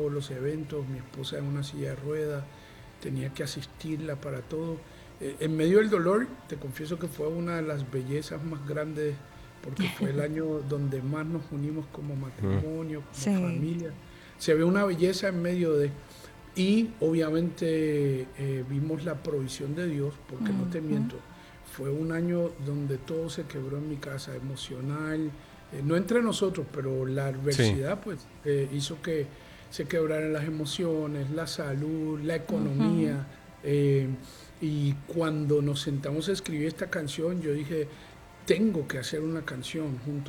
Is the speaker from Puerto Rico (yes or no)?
yes; Puerto Rico; also born or lived in Venezuela; Nací en Venezuela, aunque me crié en Puerto Rico.